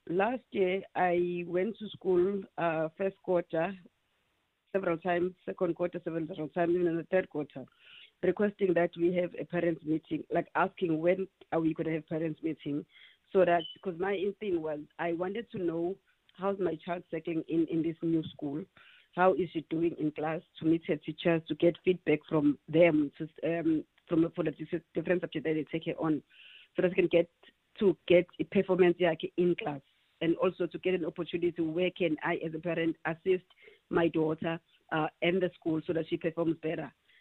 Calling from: South West England, United Kingdom; I'm calling from Devon.

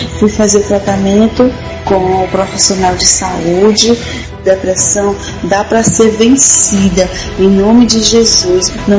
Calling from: Fortaleza, Ceará, Brazil; sou aqui de Fortaleza, Ceará.

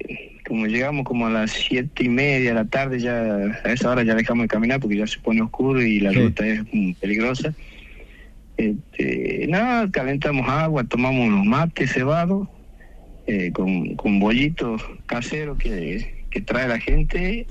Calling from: Rosario de la Frontera, Salta, Argentina; yo vivo en Rosario de la Frontera, está al sur de Salta, 175 kilómetros de Salta

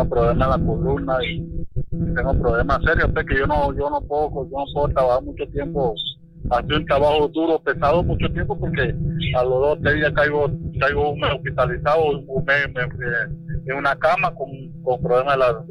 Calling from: La Chorrera, Panamá Oeste, Panama; De aquí, de Chorrera.

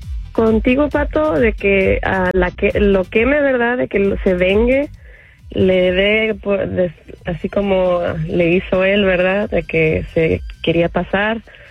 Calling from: Monterrey, Nuevo León, Mexico; De Monterrey.

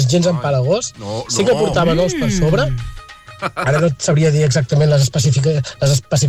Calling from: Sant Celoni, Catalonia, Spain; Hola, bona tarda … … de Sant Celoni.

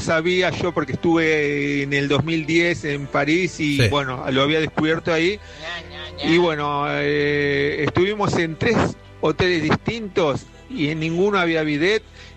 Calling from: northern Italy, Italy; del Norte de Italia, chao.

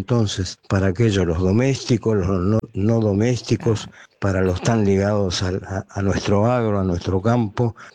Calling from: Buenos Aires, Argentina; muchacho de 84 años que desde las 7 de la mañana siempre firme para escucharlos y admirando, siendo porteño, las maravillas que hacen ustedes y los que lo difunden. Bueno

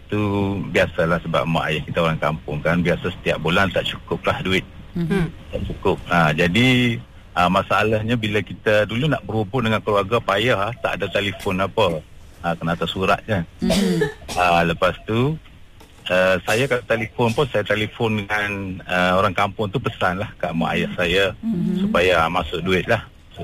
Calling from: Kota Bharu, Kelantan, Malaysia; saya daripada Kota Baru ni. Dulu saya belajar di negeri lain lah, jauh.

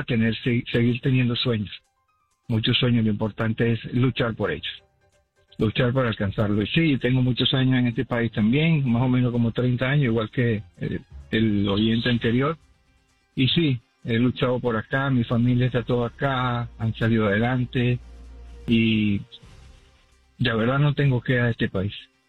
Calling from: Orlando, Florida, United States; Estoy llamando de Orlando, de aquí de Orlando, Florida.

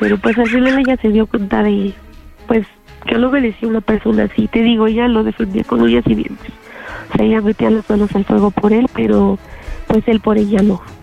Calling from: Mexico City, Mexico; Sí, de Iztapalapa.

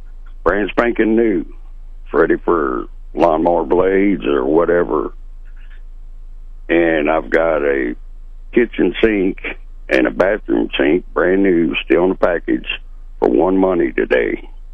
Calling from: Marshall, United States; Good morning. I'm calling from Marshall.

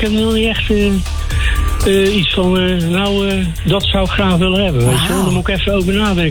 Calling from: Heinenoord, South Holland, Netherlands; Ik bel uit Heinenoord in de Hoekse Waard.

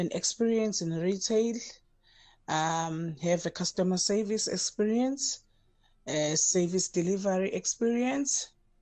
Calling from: Richards Bay, KwaZulu-Natal, South Africa; I'm from Richards Bay. I'm Esikawini.

